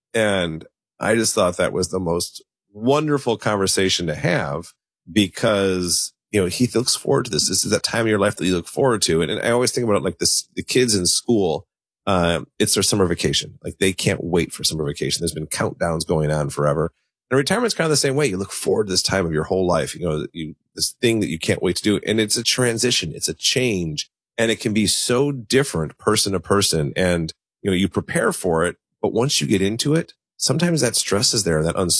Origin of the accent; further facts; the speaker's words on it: Elmhurst, Illinois, United States; And actually, I grew up in Elmhurst, so I went to Elmhurst schools as well.